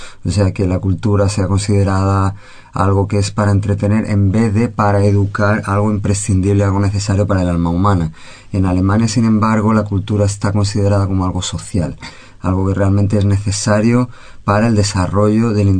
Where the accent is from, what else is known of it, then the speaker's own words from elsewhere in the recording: Spain; moved away as an adult; also born or lived in Leipzig, Germany; now in Germany; Mi hijo ha nacido en Nuremberg, o sea que me siento muy, muy, también español, por supuesto, pero alemán también